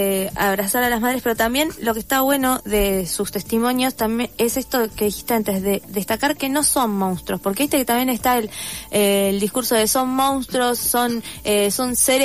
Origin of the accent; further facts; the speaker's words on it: Buenos Aires Province, Argentina; yo soy de provincia de Buenos Aires, en el conurbano también